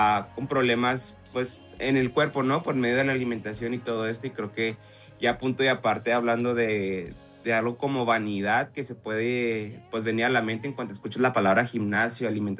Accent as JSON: {"language": "Spanish", "country": "Mexico", "moved": "yes", "lives_now": "El Paso, United States", "said": "Mira, bro, yo soy mexicano. Pero cuando yo me vine a vivir acá, automáticamente engordas en El Paso, Texas."}